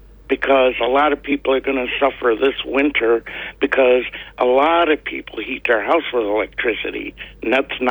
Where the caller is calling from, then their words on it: Watkins Glen, New York, United States; from Watkins Glen.